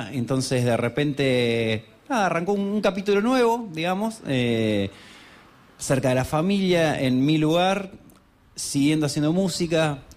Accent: Trelew, Chubut, Argentina; moved away as an adult; also born or lived in Buenos Aires; entonces soy de Trelew, nacido en Trelew, querido en Trelew, pero bueno, me fui a estudiar

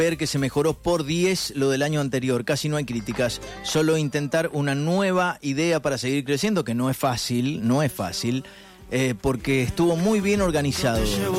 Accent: General Alvear, Mendoza, Argentina; born there; Yo me encontré con gente que no veía de mi adolescencia en Alvear

